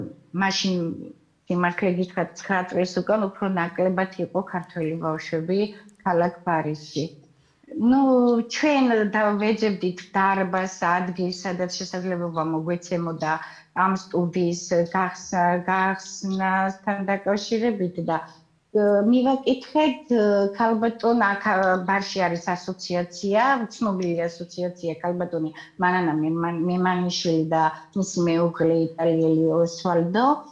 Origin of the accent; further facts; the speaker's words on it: Guria, Georgia; now in Paris, France; ჩვენ გურულები ვართ